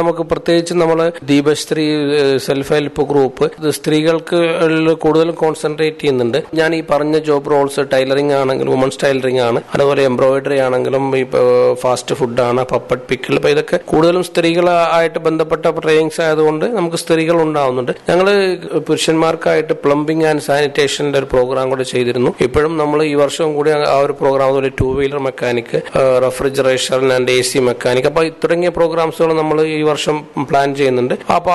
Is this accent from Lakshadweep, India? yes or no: yes; Kalpeni, Lakshadweep, India; moved away as an adult; now in Kavaratti, India; ഞാൻ കൽപ്പേനി സ്വദേശിയാണ്.